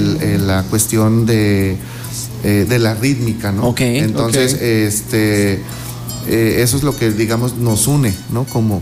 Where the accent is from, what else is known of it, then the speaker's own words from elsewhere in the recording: Xalapa, Veracruz, Mexico; Yo soy del estado de Veracruz, yo nací en la capital, que es Jalapa. Entonces también hay unos pueblos muy cerca de Jalapa, que es de donde viene mi familia.